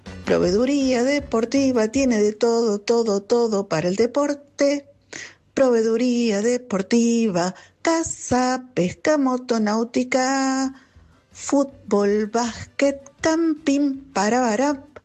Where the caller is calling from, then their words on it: Buenos Aires, Argentina; de Parque Chacabuco.